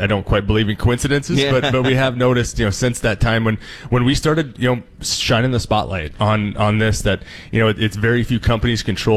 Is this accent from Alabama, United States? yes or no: no; South Dakota, United States; I'm from West River, you know, so we're used to lack of rainfall and things like that.